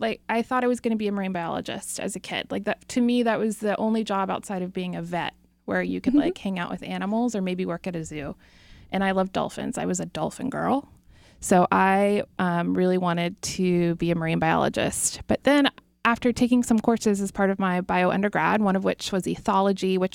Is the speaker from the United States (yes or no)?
yes; Indianapolis, Indiana, United States; now in Davis, United States; I'm from Indianapolis.